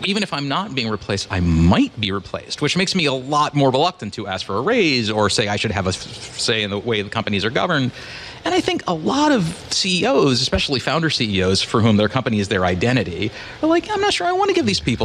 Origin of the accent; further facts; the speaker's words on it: Rockville, Maryland, United States; I grew up in Rockville, Maryland, so this is like home for me, right?